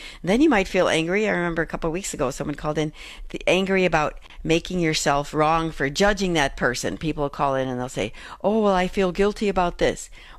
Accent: Chicago, Illinois, United States; born or raised there

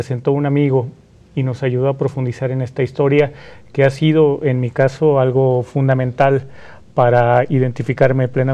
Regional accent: Tepatitlán, Jalisco, Mexico; born there; Yo nací en Tepatitlán, Jalisco, que es una ciudad en los altos de Jalisco, entre San Juan de los Lagos y Guadalajara.

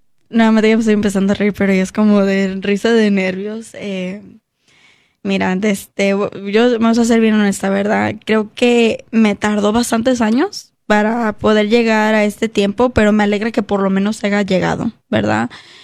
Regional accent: United States; born there; also born or lived in Mexico; yo crecí aquí en Estados Unidos

